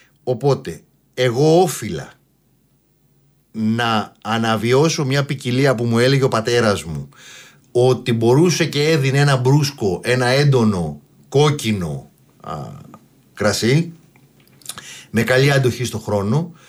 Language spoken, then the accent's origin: Greek; Greece; σαν Έλληνες ηνοποιοί